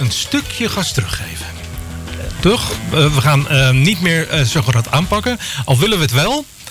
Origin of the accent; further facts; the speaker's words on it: Netherlands; Ja, precies. En we zijn Nederlanders, hè, toch?